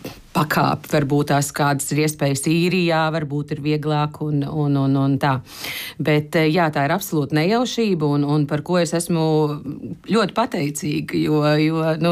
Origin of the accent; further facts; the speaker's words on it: Aizkraukle, Aizkraukle Municipality, Latvia; moved away as an adult; also born or lived in Nereta / Riga; now in Ireland; Es esmu no 16 gadiem Rīgā, bet es pati esmu no Aizkrauklis un no Nerecas.